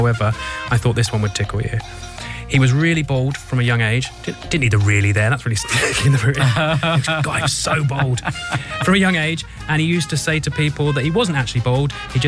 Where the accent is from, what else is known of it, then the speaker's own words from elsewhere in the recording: Dunfermline, Scotland, United Kingdom; born there; she's from Fife and I was born in Dunfermline, so also a Fifer.